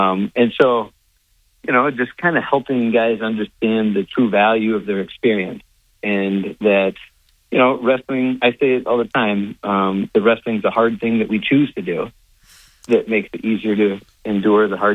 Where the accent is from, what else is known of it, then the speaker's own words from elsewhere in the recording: West Coast, United States; moved away; I grew up in the West Coast and went to Division I at Stanford.